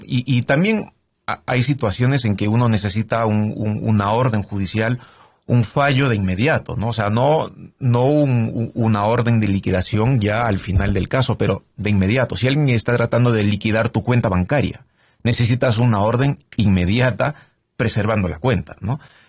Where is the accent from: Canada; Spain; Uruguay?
Canada; Saskatoon, Saskatchewan; Yo soy de Saskatoon, Saskatchewan.